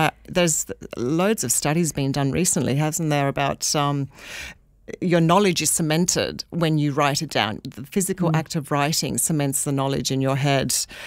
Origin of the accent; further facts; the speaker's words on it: North Shore, Auckland, New Zealand; moved away; also born or lived in England; I was raised on the North Shore, so it's like coming home actually when we came back from England.